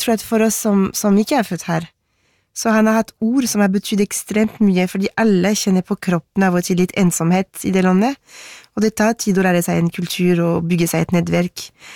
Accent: Paris, Île-de-France, France; Norwegian is a second language; now in Norway; Det er ikke sånn jeg trodde det skulle bli da jeg vokste opp i Paris, hvor jeg ble forklart at vi franskmenn 300 år siden, vi drepte kongen vår, vi.

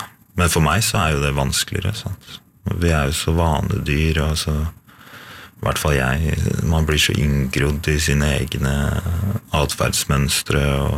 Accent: Skedsmokorset, Akershus, Norway; Ja, jeg er fra Skedsmokorset, men familien er fra Finnskogen, ja.

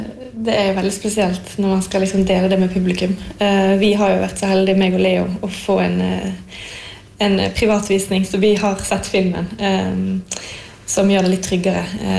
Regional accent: Bergen, Vestland, Norway; accent: bergensk (Bergen dialect); Ja, jeg snakker jo bergensk til vanlig.

